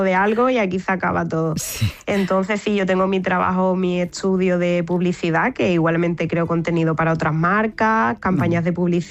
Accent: Barbate, Andalusia, Spain; now in Seville, Spain; ahora mismo vivo en Sevilla, pero soy de Barbate, entonces hay mucho mar, hay mucho atún, hay mucha gente de ahí

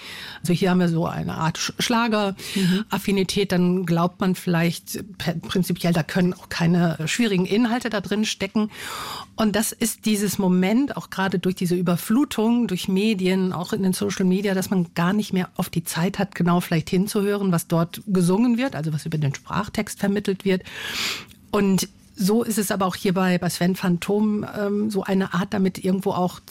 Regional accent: West Germany, Germany; ich komme aus dem Westen

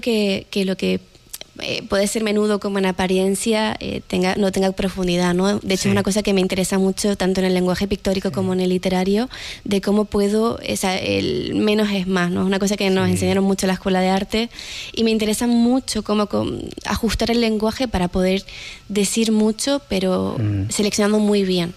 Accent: Lanzarote, Canary Islands, Spain; moved away; también fue mi vuelta a la isla de Lanzarote, ¿no? Yo estuve 9 años fuera, y regresar al lugar de donde naciste y creciste

